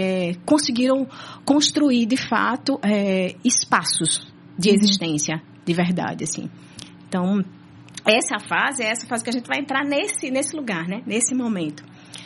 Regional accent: Recife, Pernambuco, Brazil

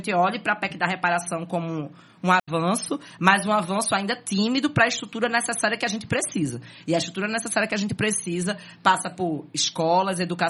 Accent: Recife, Pernambuco, Brazil; now in Ouro Preto, Brazil; eu sou da Brasília Teimosa, né? Eu cresci, vivi, a minha identidade cultural de vida é da Brasília Teimosa.

